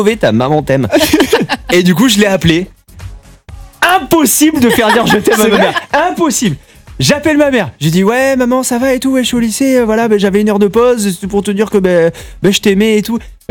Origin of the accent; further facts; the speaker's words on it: Mont-de-Marsan, Nouvelle-Aquitaine, France; je venais de Mont-Marsan donc tout le monde se connaît un petit peu.